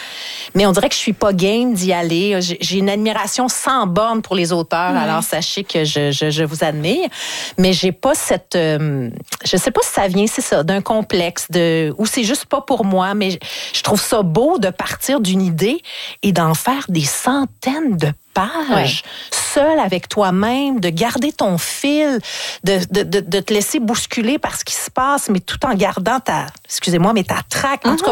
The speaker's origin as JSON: {"language": "French", "town": "Charlesbourg", "region": "Quebec", "country": "Canada", "said": "Oui, moi, je viens de la ville de Québec, Charlebourg."}